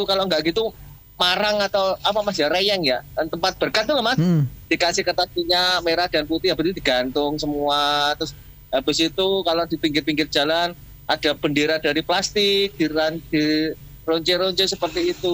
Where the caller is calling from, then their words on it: East Java, Indonesia; di desa kami, di Jamsaran dulu masih desa itu